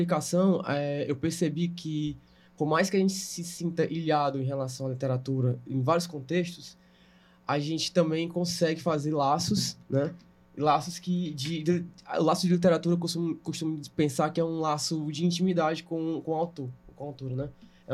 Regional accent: Fortaleza, Ceará, Brazil; now in Maracanaú, Brazil; sou natural daqui de Fortaleza, mas moro em Maracanã, né? Então já há mais de 20 anos.

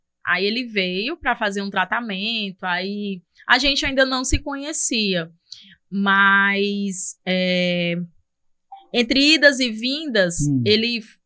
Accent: Fortaleza, Ceará, Brazil; Eu sou daqui mesmo, de Fortaleza.

